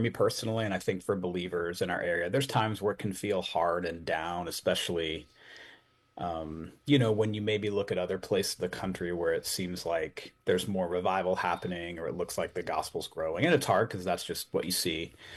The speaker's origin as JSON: {"language": "English", "town": "Santa Rosa", "region": "California", "country": "United States", "tie": "born or raised there", "said": "I grew up in Santa Rosa. Both my grandparents came over from Spain and landed in, like, Sacramento area, and then came this way for work and for weather."}